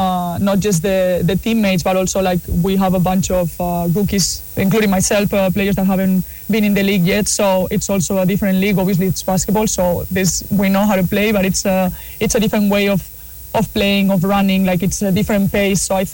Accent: Madrid, Community of Madrid, Spain; English is a second language; now in Toronto, Canada; I'm from Madrid, so it's also, I'm from a big city. So I'm used to being places that have all these things to do and just mix of different kinds of people and cultures.

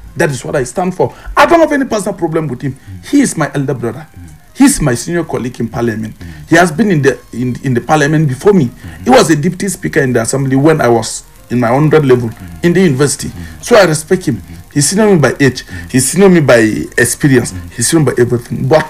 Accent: Pankshin, Plateau, Nigeria; But I am from Pangshin. I'm his constituent. I represent Pangshin North.

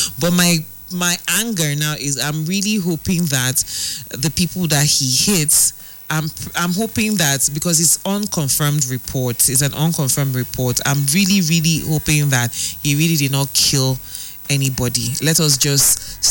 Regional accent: Nigeria; as a Nigerian

